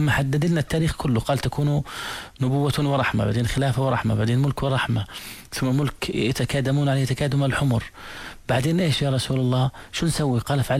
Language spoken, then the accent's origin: Arabic; Jordan; هون عندنا بالأردن،